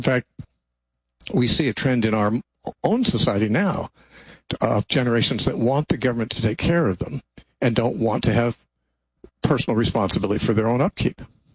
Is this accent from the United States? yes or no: yes; United States; as a Christian, and frankly, as an American too